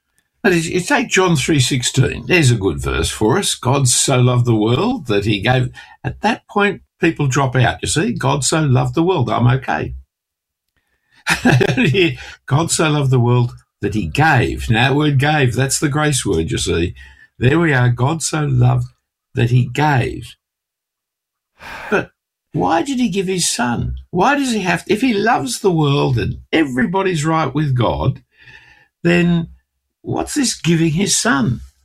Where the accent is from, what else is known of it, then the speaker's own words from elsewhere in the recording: Australia; Well, being an Australian in Australia, we've got to preach grace